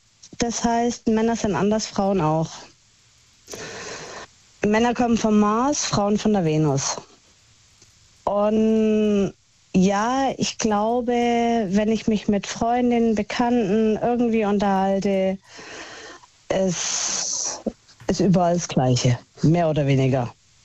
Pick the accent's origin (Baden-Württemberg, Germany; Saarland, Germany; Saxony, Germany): Baden-Württemberg, Germany; Ich komme aus dem Schwabenland und mein Herz ist Schwabe.